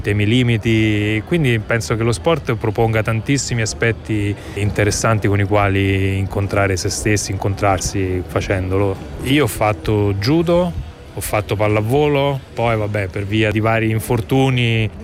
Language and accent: Italian; Naples, Campania, Italy; born there; io sono nato a Napoli